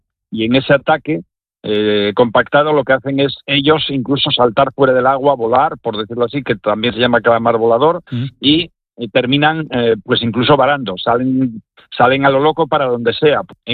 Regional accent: Asturias, Spain; now in western Asturias, Spain; Yo soy del oriente de Asturias

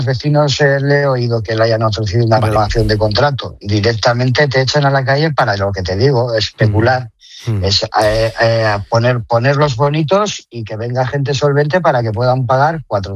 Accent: Erandio, Basque Country, Spain; also born or lived in Algorta / Astrabudúa; soy del municipio de Erandio, nací en Algorta, pero me he criado toda la vida entre Astrabudúa y Erandio

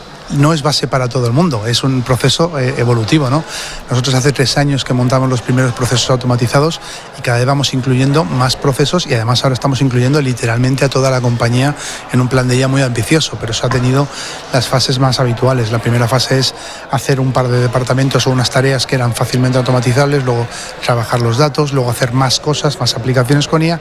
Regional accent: Madrid, Community of Madrid, Spain; now in Extremadura, Spain; No están ocurriendo en Madrid, de donde soy yo

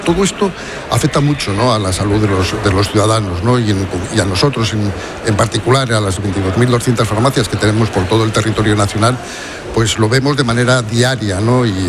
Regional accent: Spain; nosotros, tú, yo, que somos de la España vaciada

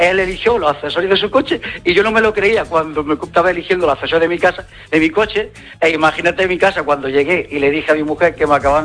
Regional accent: Almería, Andalusia, Spain; now in Málaga, Spain; Yo soy de Almería, aunque ahora vivo en Málaga.

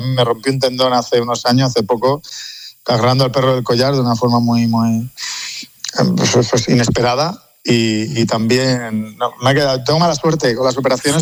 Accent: Ávila, Castile and León, Spain; moved away; encima yo que me vine de Ávila

